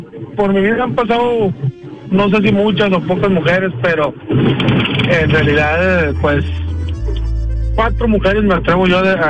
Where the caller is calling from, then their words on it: San Nicolás de los Garza, Nuevo León, Mexico; Ahorita ando aquí en San Nicolás.